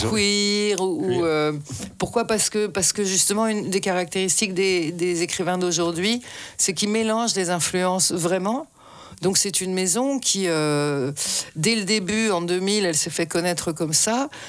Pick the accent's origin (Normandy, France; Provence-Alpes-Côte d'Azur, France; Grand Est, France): Normandy, France; Rouen; Hein, et comme mes parents étaient profs, j'ai passé effectivement mon enfance à Rouen, Normandie.